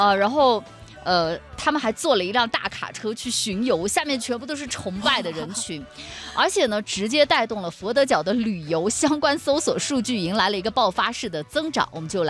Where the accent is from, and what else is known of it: Kunming, Yunnan, China